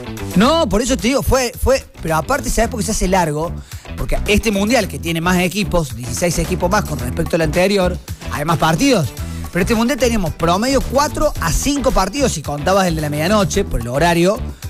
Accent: Argentina; Soy argentino todos los días.

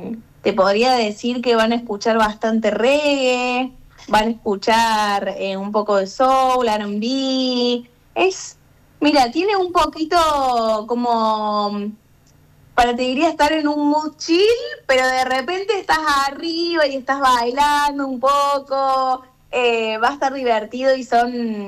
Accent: Río Cuarto, Córdoba, Argentina; moved away as an adult; now in Buenos Aires, Argentina; nací en Córdoba capital, pero al poquito tiempo me fui para Río Cuarto y viví toda mi vida allá.

